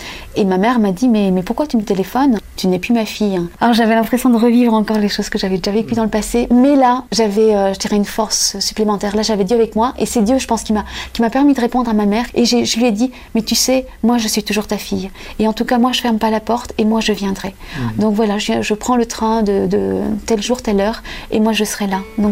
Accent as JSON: {"language": "French", "country": "Algeria", "said": "Je peux dire que je suis algérienne, chrétienne et française aussi."}